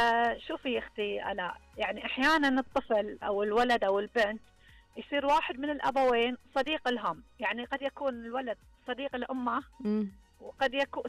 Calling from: Eastern Province, Saudi Arabia; احنا نقال عندنا هنا في الشرقيه

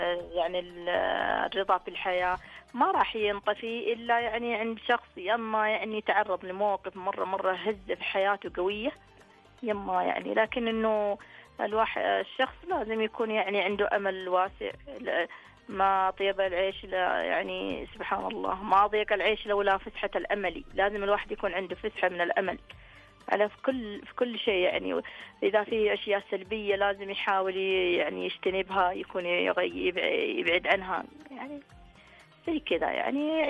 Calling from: Taif, Makkah Province, Saudi Arabia; في الطايف.

